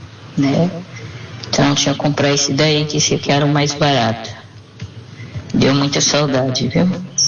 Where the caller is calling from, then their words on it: Brazil; Sou aqui do Jardim Vitória … do Jardim Vitória, aqui de Matimor.